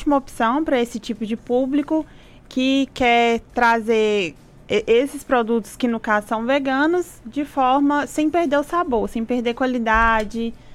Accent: Sete Lagoas, Minas Gerais, Brazil; moved away as an adult; now in Pompéu, Brazil; eu sou de Sete Lagoas, meu marido é daqui de Pompeu, e a gente resolveu vir para cá, para Pompeu, e abrir o nosso negócio.

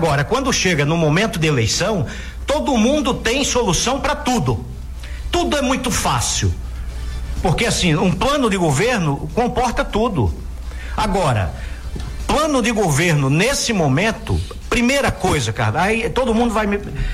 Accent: Rondônia, Brazil; also born or lived in Vilhena; Então eu tenho dito sempre que eu sou de Rondônia

